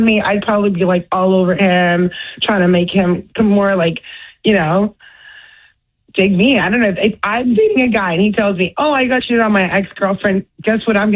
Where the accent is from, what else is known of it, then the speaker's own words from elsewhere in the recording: Florida, United States; I grew up in South Florida.